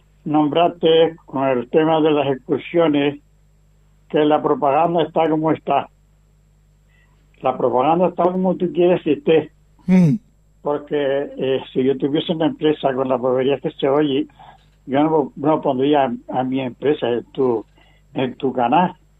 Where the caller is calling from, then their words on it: Las Palmas de Gran Canaria, Canary Islands, Spain; de la Paterna.